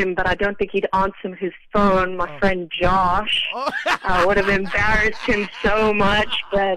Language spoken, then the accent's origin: English; Eastern Cape, South Africa; moved away as an adult; also born or lived in United Kingdom; now in Cape Town, South Africa; I was born in the UK, but I was raised in the Eastern Cape my entire life.